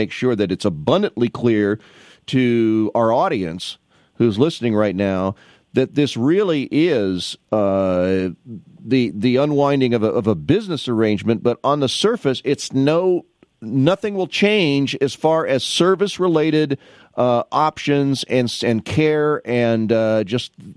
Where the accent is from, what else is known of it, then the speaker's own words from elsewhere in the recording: Peoria, Illinois, United States; I'm from the Peoria area